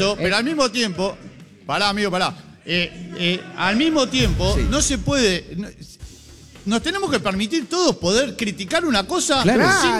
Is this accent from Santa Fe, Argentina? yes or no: yes; Rosario, Santa Fe, Argentina; somos de Rosario